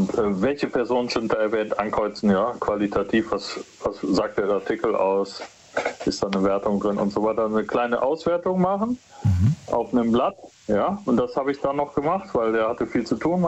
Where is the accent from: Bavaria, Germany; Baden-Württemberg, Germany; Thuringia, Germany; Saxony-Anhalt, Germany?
Baden-Württemberg, Germany; Stuttgart; ich komme aus Stuttgart und da gibt es viele Staffeln